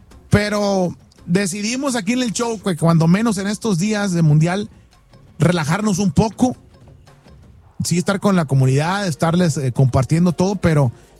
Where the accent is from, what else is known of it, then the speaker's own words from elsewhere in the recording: Mexico; Y somos de México, orgullosamente mexicanos.